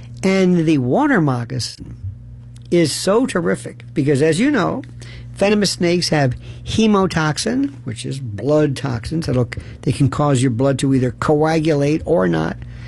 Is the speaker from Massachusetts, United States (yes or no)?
no; Florida, United States; I was raised in Florida. I think I was in the water five times, six times.